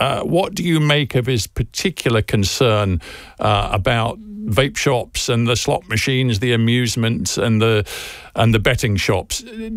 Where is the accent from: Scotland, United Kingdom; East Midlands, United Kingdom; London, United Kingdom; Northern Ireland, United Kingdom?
East Midlands, United Kingdom; I'm from Lincolnshire. I know a town close to my own home, Skegness, is struggling.